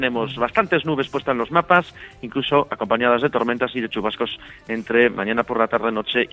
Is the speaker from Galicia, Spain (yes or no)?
yes; Galicia, Spain